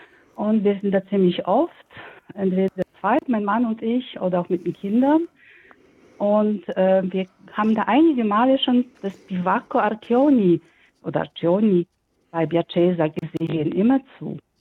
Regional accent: Poland; Ich am wenigsten, weil ja ich komme ja auch aus Polen und habe nur ein bisschen Russisch gelernt.

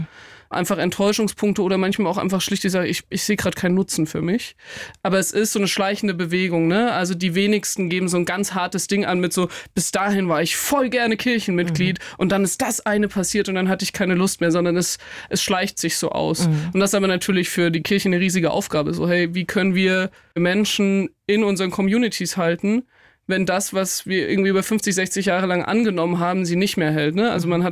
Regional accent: Nittenau, Bavaria, Germany; Ich meine, ich bin in Nittenau aufgewachsen. Es ist wirklich mitten im Bayerischen Wald, also in der Oberpfalz.

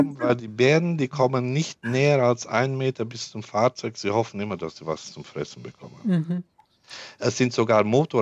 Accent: Transylvania, Romania; now in Germany; ich bin vor 45 Jahren selber aus Siebenbürgen, also Siebenbürger Sachsen, ausgewandert und habe eigentlich Rumänen nie so kennengelernt

